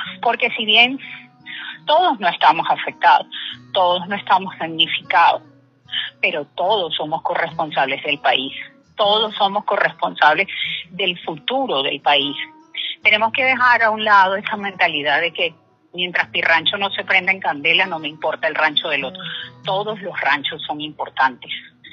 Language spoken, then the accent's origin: Spanish; Venezuela; nos desaniman como venezolanos